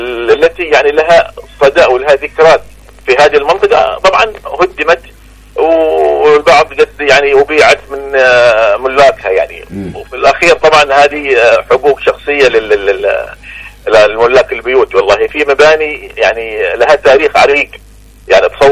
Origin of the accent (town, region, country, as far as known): Mukalla, Hadhramaut, Yemen